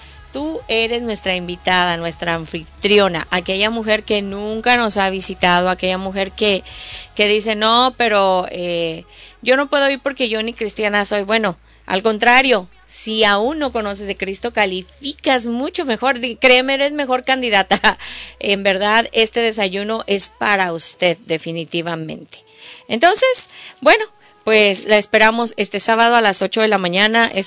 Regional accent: Mexico; now in United States; como mexicana no lo sé

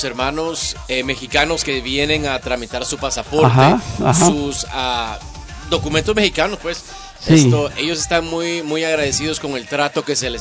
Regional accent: Guatemala; moved away; le decimos tayuyos en Guatemala.

